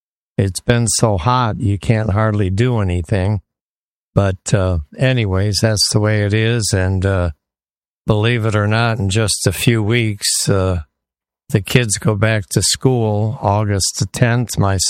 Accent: Detroit, Michigan, United States; moved away; When I grew up in Detroit, it was always the day after Labor Day.

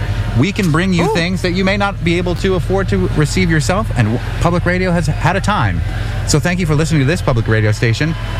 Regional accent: Montague, Massachusetts, United States; Montague, Massachusetts, my hometown.

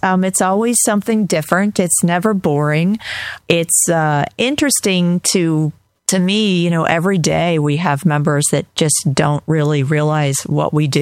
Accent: St. Pete Beach, Florida, United States; I grew up on St. Pete Beach

